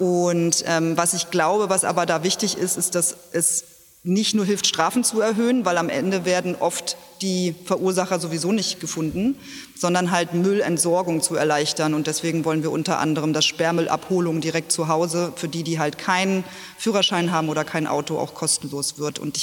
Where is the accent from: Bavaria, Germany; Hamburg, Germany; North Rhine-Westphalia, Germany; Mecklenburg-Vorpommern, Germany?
Mecklenburg-Vorpommern, Germany; also born or lived in Perleberg, Brandenburg; now in Berlin, Germany; Perleberg geboren, das stimmt, ist heute Brandenburg, war aber, als ich geboren wurde, noch Bezirk Schwerin und ich bin tatsächlich in Mecklenburg aufgewachsen